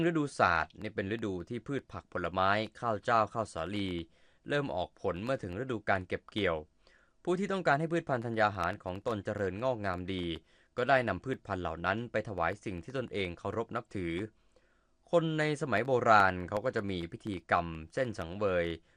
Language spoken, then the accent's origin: Thai; Central Thailand, Thailand; แต่ผมเนี่ยในฐานะที่เป็นคนภาคกลางเราก็ได้ยินมานานนะประเพณีศาสตร์เดือน10